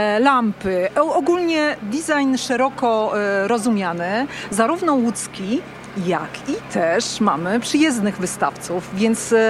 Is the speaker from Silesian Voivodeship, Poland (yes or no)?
no; Łódź, Łódź Voivodeship, Poland; No, ja jestem łódzka.